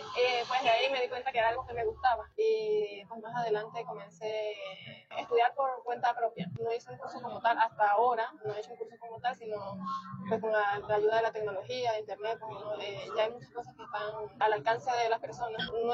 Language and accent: Spanish; Trujillo, Venezuela; now in Mérida, Venezuela; Yo como estudiante, pues mi hermano y yo vinimos de Trujillo a estudiar aquí a Mérida.